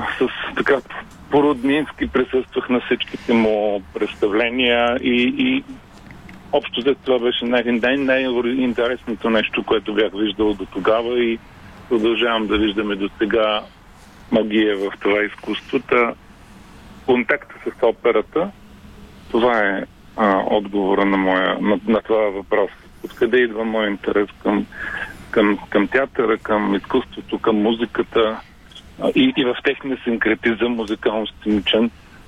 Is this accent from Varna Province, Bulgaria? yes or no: yes; Varna, Varna Province, Bulgaria; Аз съм израснал в сградата на Варненското радио, както и по обектите, които все пак той отразяваше.